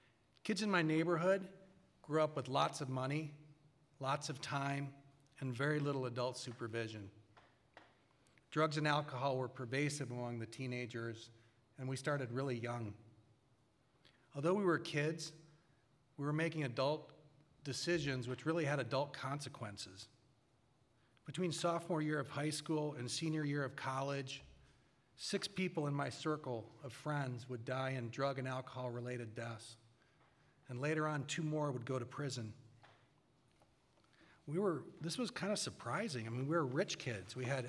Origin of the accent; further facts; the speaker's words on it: Grosse Pointe Farms, Michigan, United States; I grew up in Michigan, in Grosse Pointe Farms, Michigan, which is an affluent, old-money suburb of Detroit. I'm the oldest of two. I had a younger sister, Laura. We were cultural Catholics, as was just about everyone we knew.